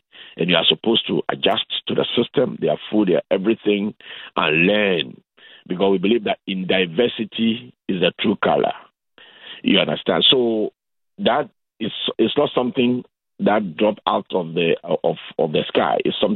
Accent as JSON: {"language": "English", "country": "Ghana", "said": "So for me as a Ghanaian, if I engage you in a conversation, you don't need to tell me you are from the Volta region or you are from the northern savannah"}